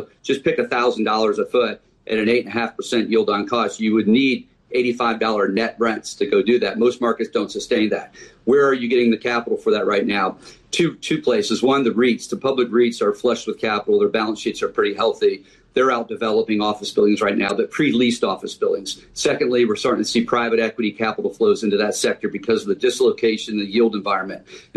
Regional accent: Detroit, Michigan, United States; I'm from Detroit, Michigan, so I can pick on Detroit.

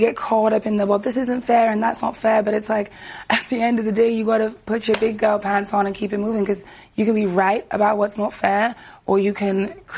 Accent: Jamaica; I'm Jamaican, so, like, when I watch a show and it's just really bad accents.

